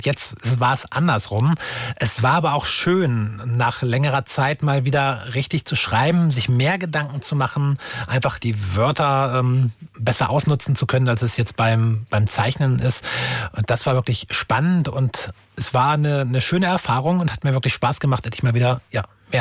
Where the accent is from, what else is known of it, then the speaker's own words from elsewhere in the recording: Wolfenbüttel, Lower Saxony, Germany; born there; Die wird in meiner Geburtsstadt im Wolfenbüttel sein.